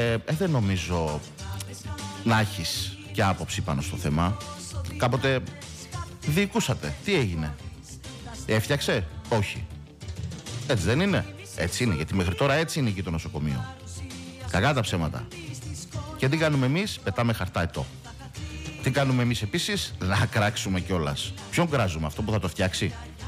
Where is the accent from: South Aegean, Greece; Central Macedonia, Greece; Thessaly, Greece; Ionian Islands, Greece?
South Aegean, Greece; Rhodes; πάνω απ' όλα, πάνω απ' όλα είμαι ροδίτης. Προσέξτε, επαναλαμβάνω, πάνω απ' όλα είμαι ροδίτης και όχι απλά ροδίτης, είμαι και φανατικός τοπικιστής ροδίτης.